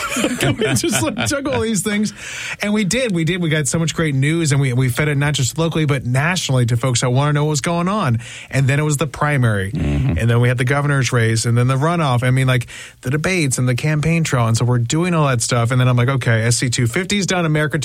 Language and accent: English; South Carolina, United States; I'm like, oh, I'm from South Carolina. I'm like, I'm not some consultant.